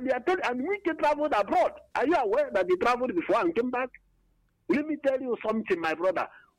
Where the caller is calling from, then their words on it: Enugu, Enugu State, Nigeria; I'm calling from Enugu.